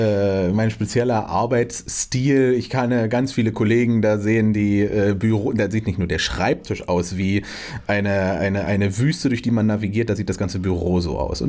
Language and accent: German; Cottbus, Brandenburg, Germany; born there; moved away; Ich bin nicht in Finsterwalde zur Schule gegangen, sondern ich bin in Cottbus zur Schule gegangen